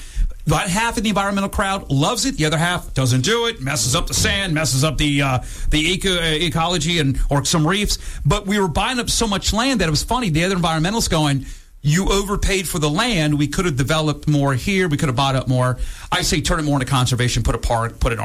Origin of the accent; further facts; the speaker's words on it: Scotland, United Kingdom; I golf at certain times of the season when it's cheap because I'm a Scotsman.